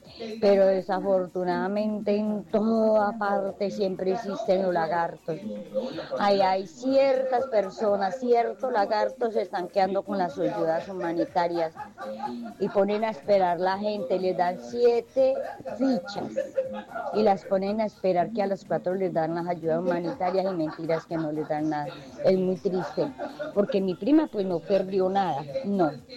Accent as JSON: {"language": "Spanish", "town": "Dosquebradas", "region": "Risaralda", "country": "Colombia", "moved": "yes", "said": "Yo me vine de Dos Quebradas cuando sucedió el terremoto, porque yo entré en pavor y yo me vine para allá."}